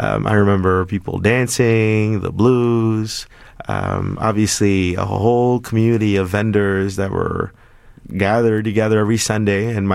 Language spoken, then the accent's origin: English; Chicago, Illinois, United States; Growing up in Pilsen for close to 35 years, I mean, I remember growing up and just seeing how entrenched gang culture was and still continues to be to a different degree.